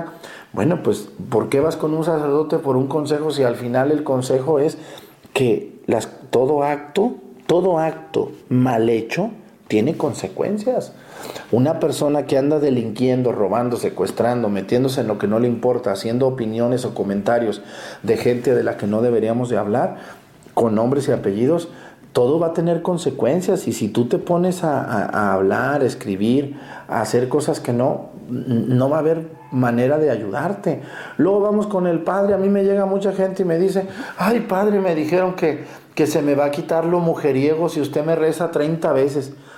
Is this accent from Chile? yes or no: no; Mexticacán, Jalisco, Mexico; moved away; Yo en mi pueblo, en Mestigacán